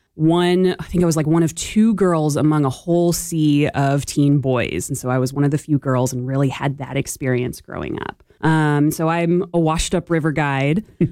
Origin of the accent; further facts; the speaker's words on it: Boise, Idaho, United States; I also grew up in Boise. I grew up in the Treasure Valley and I was fortunate enough to be running around the foothills all throughout my childhood.